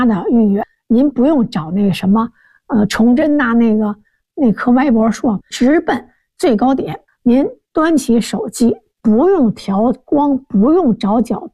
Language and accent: Chinese; Beijing, China; 我小的时候也住在新街口嘛，这后面就是鼓楼，就是那个北海、前海、后海